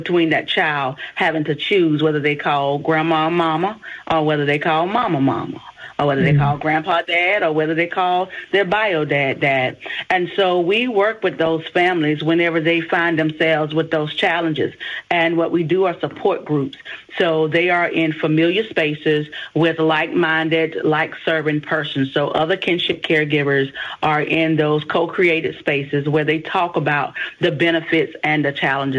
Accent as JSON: {"language": "English", "area": "Marlboro County", "region": "South Carolina", "country": "United States", "moved": "yes", "lives_now": "Columbia, United States", "said": "We're from Marlborough County, and we both reside here in the Columbia area now."}